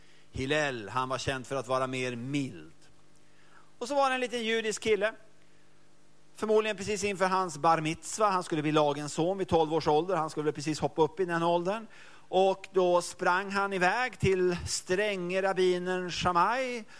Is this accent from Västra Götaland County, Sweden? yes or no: yes; Mölndal, Västra Götaland County, Sweden; Och jag kommer från Mölndal. Kan en del om Mölndal också.